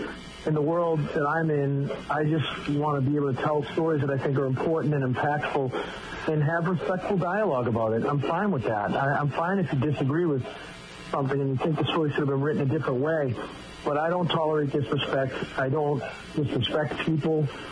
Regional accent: Brockton, Massachusetts, United States; That was a passion project growing up in Brockton.

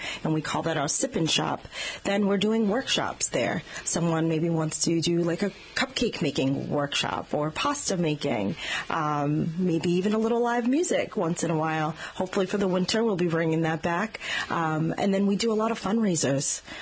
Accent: Boston, Massachusetts, United States; I'm originally from Boston, mm-hmm. so we're a walking city, right?

